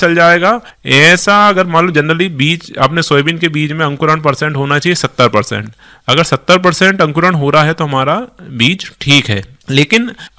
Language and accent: Hindi; Sagar district, Madhya Pradesh, India